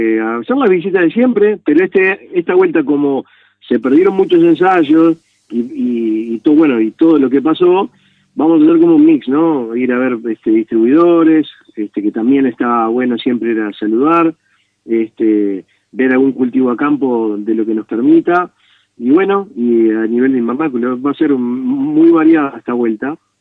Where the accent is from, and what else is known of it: Uruguay